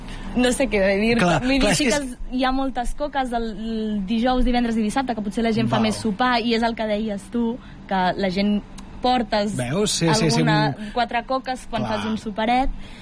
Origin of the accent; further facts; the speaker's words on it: Catalonia, Spain; Jo sóc filla de Vallvell